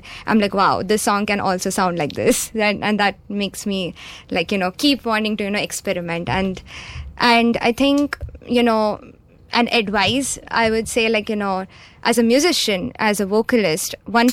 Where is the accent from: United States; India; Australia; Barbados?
India; Mumbai, Maharashtra; From India. I grew up in Mumbai